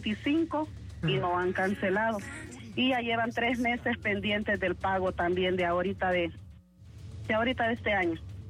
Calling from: Villanueva, Cortés, Honduras; Estoy llamando de Villanueva

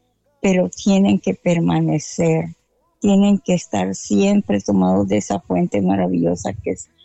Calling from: San Pedro Sula, Cortés, Honduras; vivo en San Pedro, pero viajo para La Ceiba.

